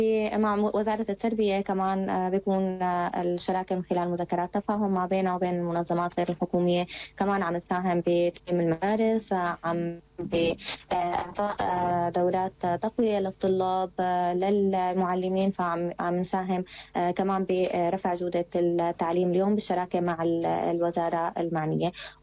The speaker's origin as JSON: {"language": "Arabic", "country": "Syria", "said": "اللي كلياتنا نطمح فيه كسوريين،"}